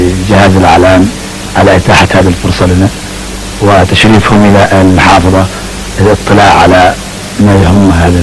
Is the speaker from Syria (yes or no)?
no; Al-Shihr, Hadhramaut, Yemen; born there; وأنا برضو من مواليد منطقة الشحر، فنحن من بلد واحدة